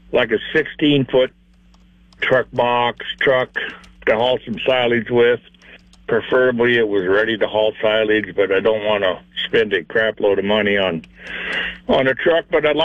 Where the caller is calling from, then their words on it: United States; from Outer Winter.